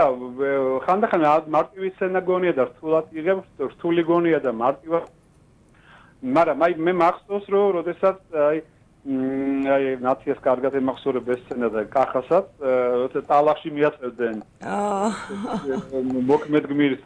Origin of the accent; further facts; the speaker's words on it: Western Georgia, Georgia; also born or lived in Imereti / Adjara; დასავლეთ საქართველოს განსაკუთრებით, იმიტომ მე წარმოშობის იქიდან ვარ, იმართალია იმერეთთან აჭარიდან